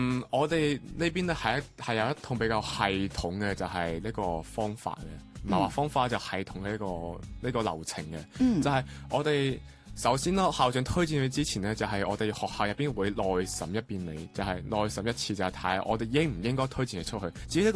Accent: Macau; 我哋澳門人咧去內地高校咧

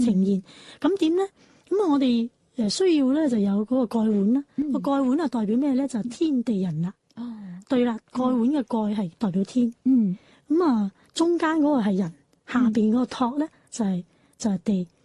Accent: Guangdong, China; 所以你話我哋而家即係廣東人啊，我哋叫做廣府人啊嘛。我係嶺南人，廣府人，廣府文化不但止喺廣東本地，仲要全國開花。

